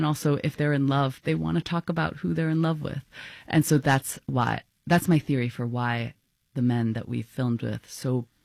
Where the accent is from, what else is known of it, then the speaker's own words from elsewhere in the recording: Hong Kong; because I grew up in Hong Kong